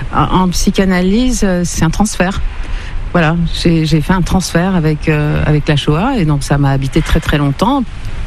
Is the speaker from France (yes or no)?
yes; Lorient, Brittany, France; born there; Oui, je suis née en Bretagne.